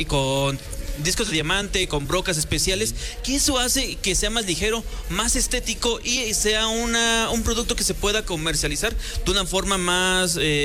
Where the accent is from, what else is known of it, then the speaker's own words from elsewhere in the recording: San Nicolás de los Ranchos, Puebla, Mexico; nosotros somos la cultura de las piedras, que somos originarios de San Nicolás de los Ranchos.